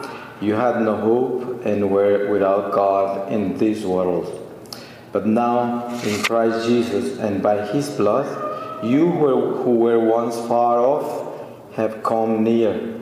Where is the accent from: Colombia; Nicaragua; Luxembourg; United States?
Colombia; also born or lived in Bogota; I am from Colombia. I was born there, and I was part of a Catholic family. I grew up in a Catholic family in the countryside, coffee growers town. And when I was a teenager, at age 14, I was sent to Bogota, the capital, to finish my high school education.